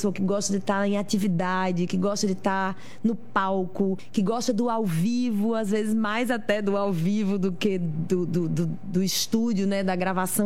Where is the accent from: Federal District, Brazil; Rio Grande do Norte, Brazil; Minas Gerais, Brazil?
Rio Grande do Norte, Brazil; Natal; moved away as an adult; now in Southeast Brazil; eu sou do Rio Grande do Norte, mais especificamente de Natal. Saí de Natal há alguns anos para morar no Sudeste